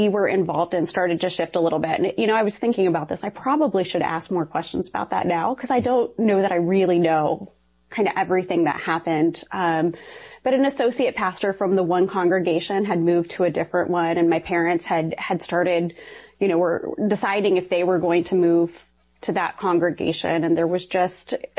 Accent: Ohio, United States; So I grew up in a very rural part of Ohio, and my family, we were churchgoers.

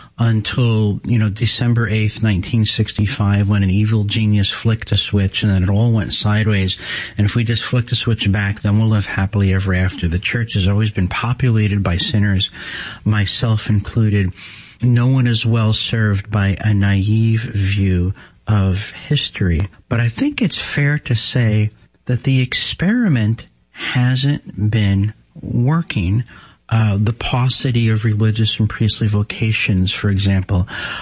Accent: New Jersey, United States; You know, I grew up in New Jersey, and I just got news that the Diocese of Paterson, New Jersey, has sold a seminary

